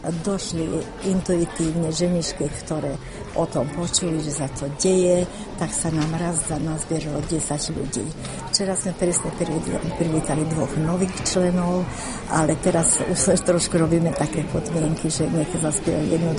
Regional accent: Šaľa, Nitra Region, Slovakia; som zo Šalé, som vedúca tohto spevokolu … bývalá učiteľka na klavír.

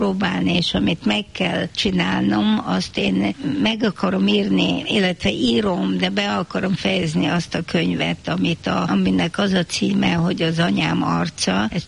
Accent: Hungary; magyar vagyok

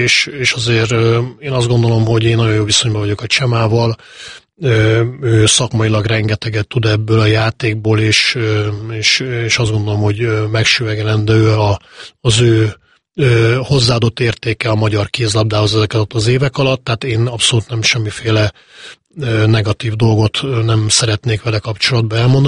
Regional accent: Hungary; azért magyarok vagyunk

